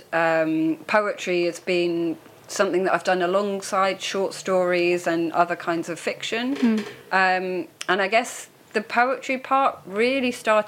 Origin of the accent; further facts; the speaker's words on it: Manchester, North West England, United Kingdom; I'm a poet from Manchester, and this is my first time in Leek.